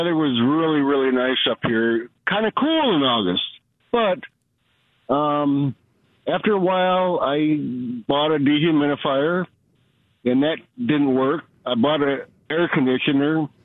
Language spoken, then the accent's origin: English; Madison, Wisconsin, United States; moved away as an adult; now in Bayfield County, Wisconsin, United States; I grew up in Madison. I went to college at UW. So I moved up here, retired